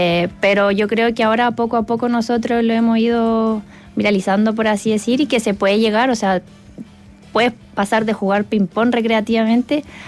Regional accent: Chile; ganar en mi país

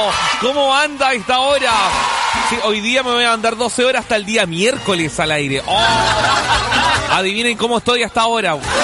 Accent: Valdivia, Los Ríos, Chile; Sí, es que yo soy de Valdivia, voy en Valdivia... Usted sabe que es una ciudad lluviosa, lluviosa, pero lluviosa.

